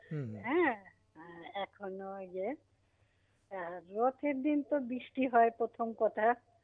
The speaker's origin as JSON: {"language": "Bangla", "region": "West Bengal", "country": "India", "tie": "born there", "moved": "yes", "lives_now": "Siliguri, India", "said": "আমি কলকাতার ওদিককার মেয়ে।"}